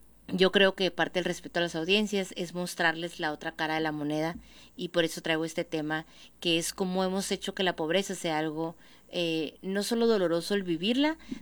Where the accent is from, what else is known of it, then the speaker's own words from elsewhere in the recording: Mexico; algo que nos duele tanto, que nos debiera doler tanto como mexicanos